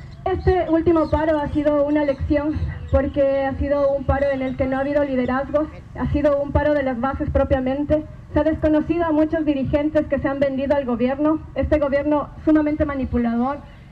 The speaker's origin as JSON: {"language": "Spanish", "country": "Ecuador", "said": "Yo vengo de un territorio chiquito que la colonia llamó Ecuador. La tierra del sol recto, así la tierra de la mitad del mundo. Un país chiquito, pero un país gigante en diversidad. Somos más de 22 pueblos"}